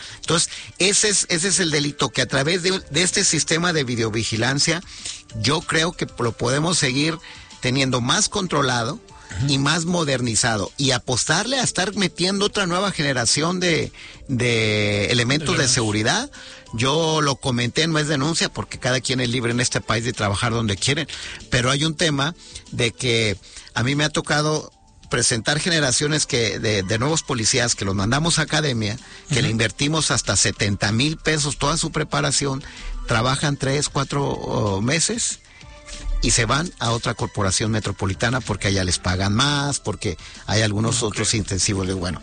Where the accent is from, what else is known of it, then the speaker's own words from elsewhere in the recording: Tonalá, Jalisco, Mexico; yo nací en Tonalá hace 51 años